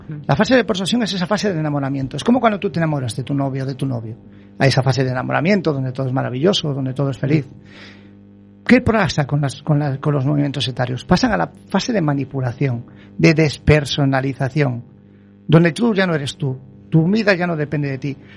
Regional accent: Baiona, Galicia, Spain; en mi zona de donde yo soy, en Bayona

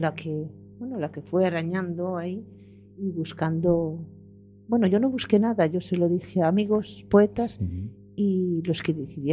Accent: Ordes, Galicia, Spain; Mi pueblo de origen.

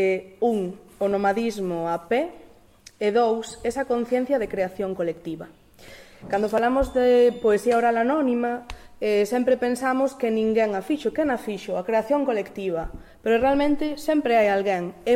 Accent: Vigo, Galicia, Spain; Cheguei sumamente sorprendida porque aquí onde me vedes son de Vigo, e en Vigo pois case non se fala galego.

